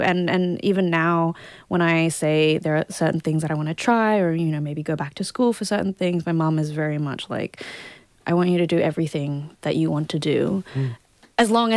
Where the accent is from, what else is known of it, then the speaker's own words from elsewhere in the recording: Gold Coast, Queensland, Australia; So I grew up on the Gold Coast, and when we were coming back to Australia